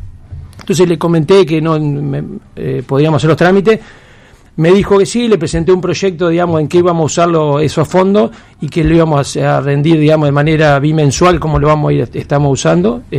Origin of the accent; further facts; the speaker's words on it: Santa Fe, Argentina; Muchos de los que vivimos en Santa Fe